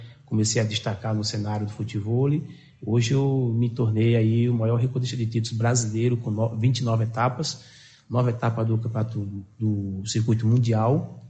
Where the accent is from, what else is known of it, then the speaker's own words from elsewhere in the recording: União dos Palmares, Alagoas, Brazil; Eu sou do interior de Alagoas, né? De uma cidade chamada União dos Palmares, terra de Zumbi dos Palmares.